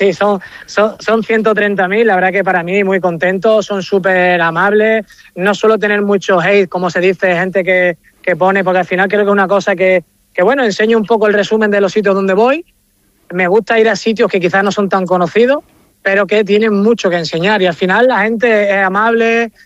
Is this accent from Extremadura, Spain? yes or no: yes; Extremadura, Spain; empezamos a recorrer parte de Extremadura, de esta gran desconocida que es mi tierra